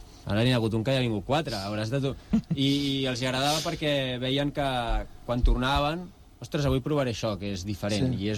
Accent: Badalona, Catalonia, Spain; perquè al final jo sí que sóc de Badalona, però mai havia treballat a Badalona.

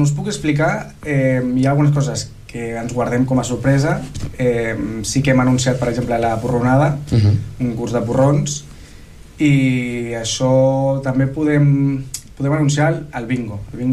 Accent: Tordera, Catalonia, Spain; som del veïnat de Sant Daniel, no a Tordera Poble, i això a vegades és un hàndicap.

